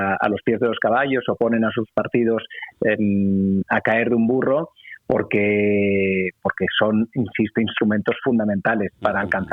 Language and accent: Spanish; Catalonia, Spain; Yo soy catalán